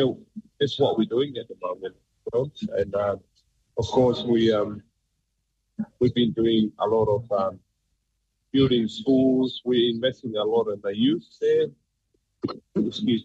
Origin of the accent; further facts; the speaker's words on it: Tonga; moved away; I was born and raised in Tonga